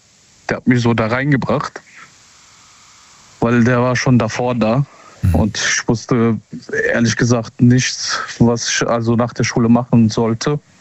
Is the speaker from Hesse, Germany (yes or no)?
yes; Seeheim, Hesse, Germany; Ich bin aus Seeheim.